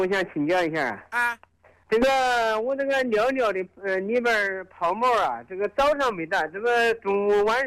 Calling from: Suizhou, Hubei, China; 我是湖北随州。

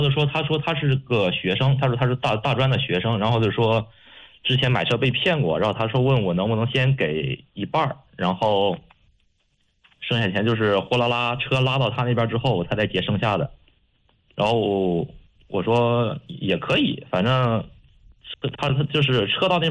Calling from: Gaocheng, Hebei, China; 我是藁城这边。

